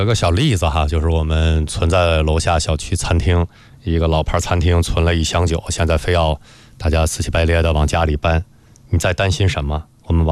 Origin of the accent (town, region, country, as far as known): China